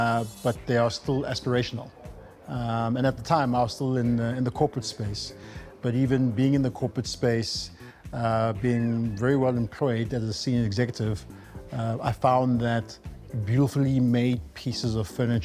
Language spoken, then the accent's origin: English; South Africa; I'm South African